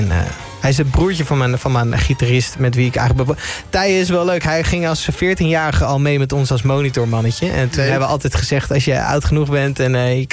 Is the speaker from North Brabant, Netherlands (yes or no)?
no; Gelderland, Netherlands; Kijk, ik kom zelf uit Gelderland. Dus ik kwam daar als jonge jongen altijd al op Appelpop.